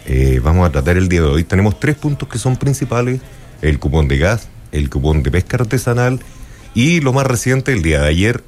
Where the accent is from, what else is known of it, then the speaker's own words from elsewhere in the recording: Chile; Así somos los chilenos.